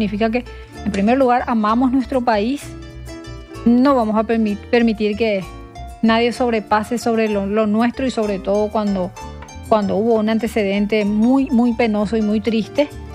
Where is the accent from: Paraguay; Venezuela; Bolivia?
Paraguay